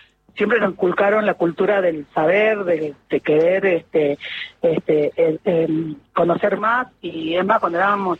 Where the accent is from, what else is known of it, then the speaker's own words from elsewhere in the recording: Tilcara, Jujuy, Argentina; also born or lived in Buenos Aires / France; En realidad yo salí de Tilcara a estudiar, estuve estudiando en Buenos Aires, después hice una especialización en Francia, pero siempre volví a la tierra.